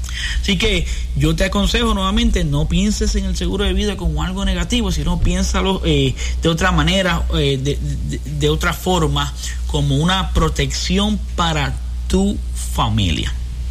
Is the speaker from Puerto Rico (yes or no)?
yes; Puerto Rico; Muchas veces, como buen puertorriqueño o hispano que somos, ¿verdad?